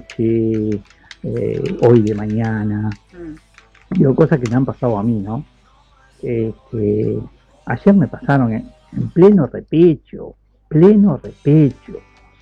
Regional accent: Uruguay; Yo soy criado en el campo, soy medio canario

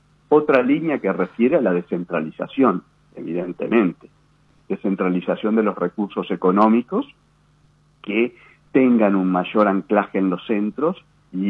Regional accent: Paysandú, Uruguay; moved away as an adult; also born or lived in Salto; soy nacido en Paysandú, estudié en Paysandú, hice la modalidad semilibre que íbamos a dar los exámenes a Montevideo

